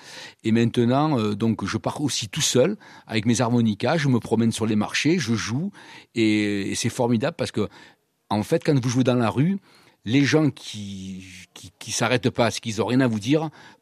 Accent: Provence-Alpes-Côte d'Azur, France; Tous les quatre, on est du Var. Oui, Toulon, Le Pradet, Cuers et Gien.

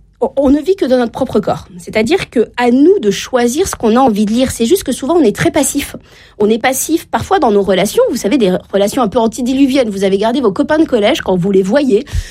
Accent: Normandy, France; Moi, je viens de la Normandie.

